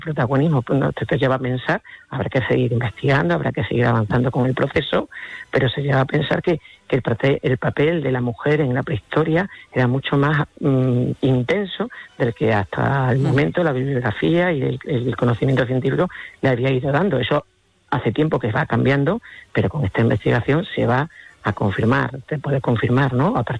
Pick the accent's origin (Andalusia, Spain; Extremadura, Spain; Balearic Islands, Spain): Extremadura, Spain